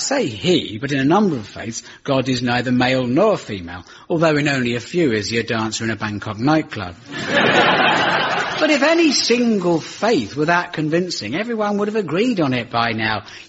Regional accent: United Kingdom; born there; I was born in Britain of British stock

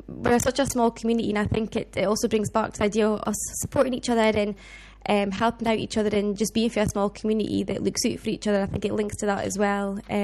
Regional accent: United Kingdom; I'm from Foggy as well

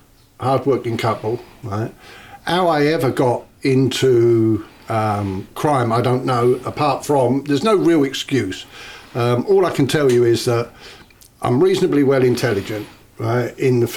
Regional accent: London, United Kingdom; I was brought up in Bermondsey. My dad was Irish, road worker. Mum was a Hungarian Jew.

